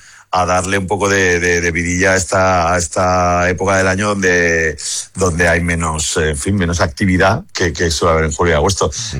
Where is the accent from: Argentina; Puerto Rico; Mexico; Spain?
Spain; Valencia, Valencian Community; soy de Valencia